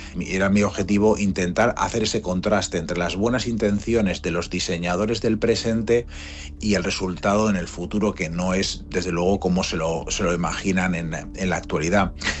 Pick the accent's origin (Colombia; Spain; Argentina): Spain; Chalamera, Aragon; now in Sweden; en mi caso, del siglo pasado, en los años 90, y en mi caso en la España rural. Así que el libro también es un trayecto geográfico y a través del tiempo entre un presente en Suecia, que es donde escribí esta novela, un pasado en mi pueblo, Chalamera